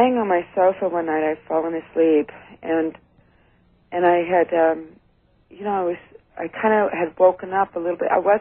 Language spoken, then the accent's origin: English; Sacramento, California, United States; And I'm from Sacramento, California.